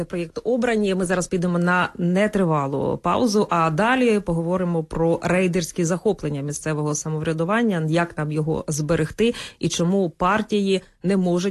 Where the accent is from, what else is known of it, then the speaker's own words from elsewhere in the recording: Sumy Oblast, Ukraine; я теж з Сумщини